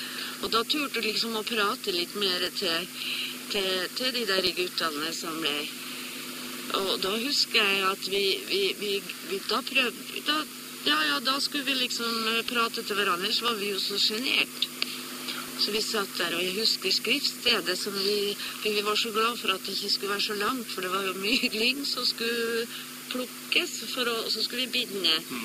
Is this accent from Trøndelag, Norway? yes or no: no; Korgen, Nordland, Norway; moved away; nå er jeg hjemme i Korge.